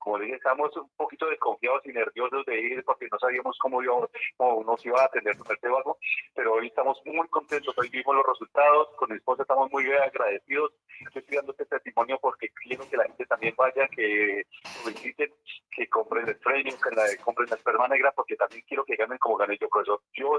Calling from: Villapinzón, Cundinamarca, Colombia; Me llamo de Villapinzón

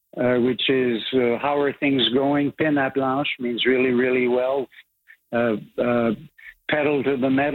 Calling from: New Richmond, Quebec, Canada; in New Richmond in the Gaspé.

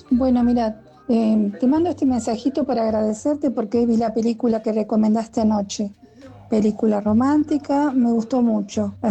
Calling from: Buenos Aires, Argentina; de Monte Castro.

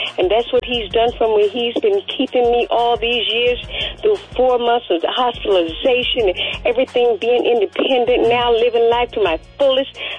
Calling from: Florence, South Carolina, United States; I'm calling from Florence, South Carolina.

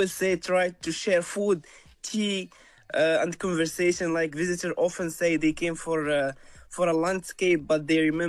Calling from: Casablanca, Casablanca-Settat, Morocco; I'm from Casablanca.

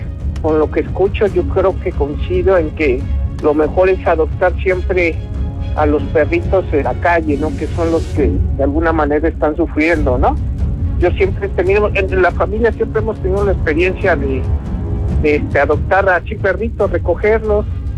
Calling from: Mexico City, Mexico; Hablo desde la Ciudad de México.

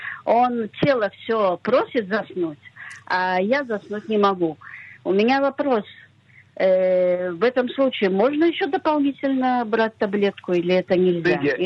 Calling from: Haifa, Haifa District, Israel; Здравствуйте … из Хайфы, мне 64 года.

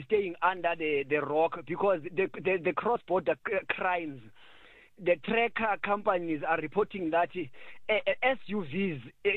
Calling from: South Africa; we as South African government

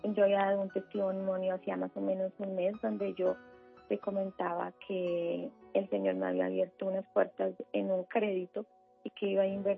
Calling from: Tunja, Boyacá, Colombia; De Tunja, Boyacá.

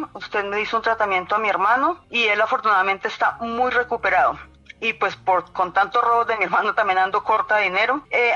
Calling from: Sogamoso, Boyacá, Colombia; Lo estoy llamando de Sogamoso

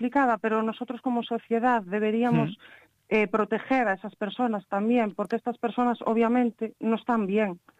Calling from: Pontevedra, Galicia, Spain; De Pontevedra.

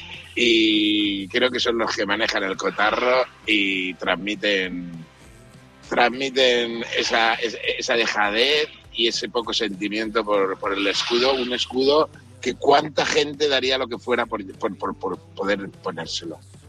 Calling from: Valencia, Valencian Community, Spain; de Patrais.

